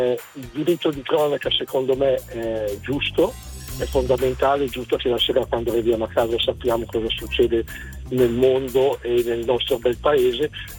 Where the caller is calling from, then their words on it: Spino d'Adda, Lombardy, Italy; Siamo da Spino d'Adda, in provincia di Cremona.